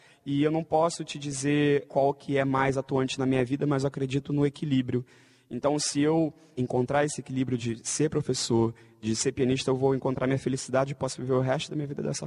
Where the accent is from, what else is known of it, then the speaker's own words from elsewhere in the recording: Brazil; also born or lived in Hungary; eu gosto muito de viver minha vida como um bom brasileiro, né, comer meu feijão com arroz e tudo mais.